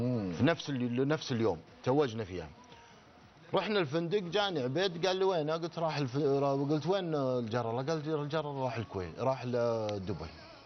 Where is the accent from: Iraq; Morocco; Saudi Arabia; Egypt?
Saudi Arabia